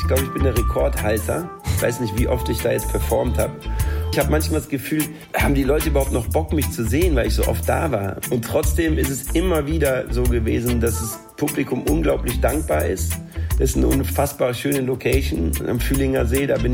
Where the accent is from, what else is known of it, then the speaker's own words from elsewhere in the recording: Cologne, North Rhine-Westphalia, Germany; Es ist Köln. Köln ist meine Heimatstadt.